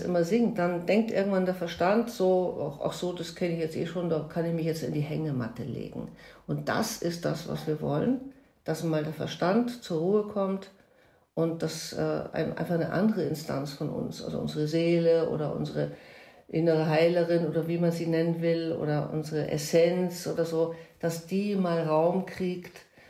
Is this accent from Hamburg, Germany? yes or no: yes; Hamburg, Germany; moved away as an adult; also born or lived in Vienna; now in Carinthia, Austria; Also ich bin gebürtige Hamburgerin, sieht man, hört man eh, sieht man wahrscheinlich auch. Und war 31 Jahre in Wien und bin jetzt seit 5 Jahren in Kärnten